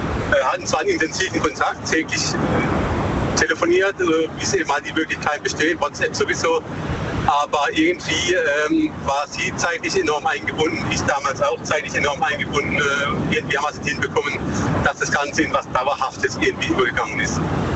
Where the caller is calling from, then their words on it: Baden-Württemberg, Germany; aus der Nähe von Bruchsal.